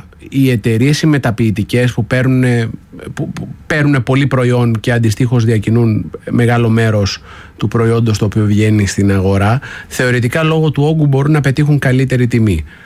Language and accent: Greek; Karditsa, Thessaly, Greece; Εγώ έχω καταγωγή από την Καρδίτσα.